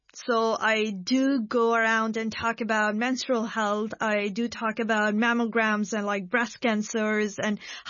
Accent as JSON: {"language": "English", "country": "Pakistan", "second_language": "English", "said": "Being Pakistani women in STEM, that too in engineering, which has always been considered, especially back in my country, a very male, or you can say solely a male dominant field."}